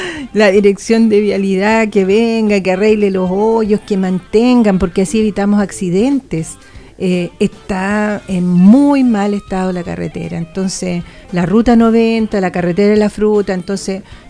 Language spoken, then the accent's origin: Spanish; Chile; somos todos chilenos